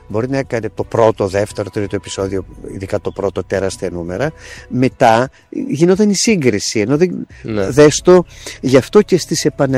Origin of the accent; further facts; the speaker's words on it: Thermo, West Greece, Greece; born there; moved away as an adult; now in Athens, Greece; εγώ το 1981, τελειώνοντας το Λύκειο, ήρθα από το Θέρμο στην Αθήνα